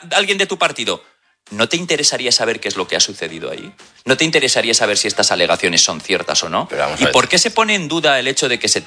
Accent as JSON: {"language": "Spanish", "country": "Spain", "said": "Que nosotros como españoles ayudamos al FBI, a la CIA, a todo lo demás"}